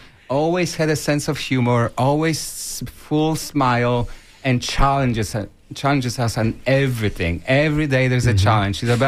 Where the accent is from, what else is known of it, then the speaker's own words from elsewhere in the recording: Podlaskie Voivodeship, Poland; English is a second language; now in United States; I grew up in Poland, and I moved to U.S. in 1994.